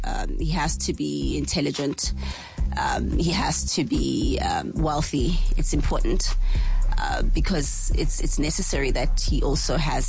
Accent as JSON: {"language": "English", "region": "KwaZulu-Natal", "country": "South Africa", "said": "because I was also from the Midlands"}